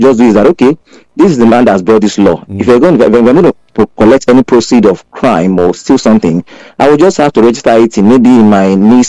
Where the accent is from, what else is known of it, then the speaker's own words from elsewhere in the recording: Nigeria; That is the problem for us as a Nigerian.